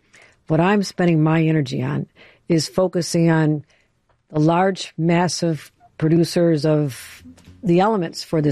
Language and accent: English; Buffalo, New York, United States; I'm from Buffalo, drove everybody I knew out of a job when Bethlehem Steel left and, you know, automation replaced jobs in our factories. So I saw that happen as a young girl and as a child.